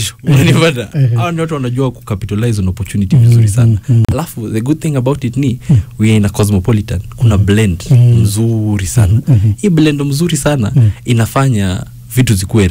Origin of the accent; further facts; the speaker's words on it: Kajiado County, Kenya; mimi ni wa Kajiado North